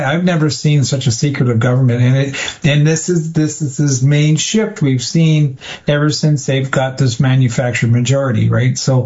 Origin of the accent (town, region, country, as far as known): Canada